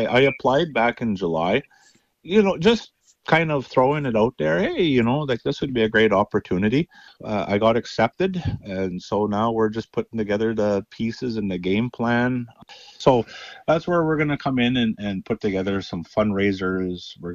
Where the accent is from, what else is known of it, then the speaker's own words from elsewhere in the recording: Canada; I'm originally from Fly and Dust First Nation